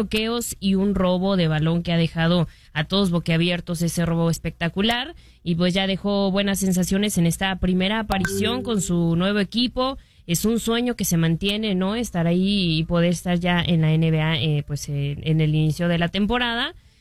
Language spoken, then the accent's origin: Spanish; Mexico; No, que nos puede enorgullecer como mexicanos, Antonio.